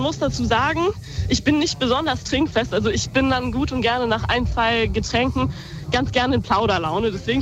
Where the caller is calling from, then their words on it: Frankfurt, Hesse, Germany; wir kommen ja aus Frankfurt, da sind natürlich die Wohnungen jetzt nicht so riesig